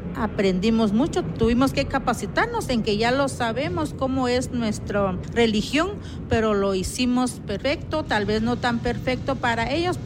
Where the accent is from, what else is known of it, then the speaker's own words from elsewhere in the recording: Alta Verapaz, Guatemala; first language Q'eqchi'; Spanish is a second language; soy de Alta Verapaz y mi idioma es Quechí.